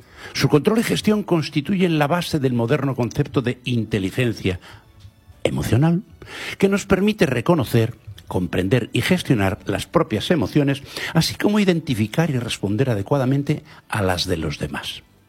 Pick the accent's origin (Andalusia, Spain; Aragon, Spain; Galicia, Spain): Galicia, Spain; first language Galician; Spanish is a second language; mi lengua materna, el gallego, ha definido con un precioso vocablo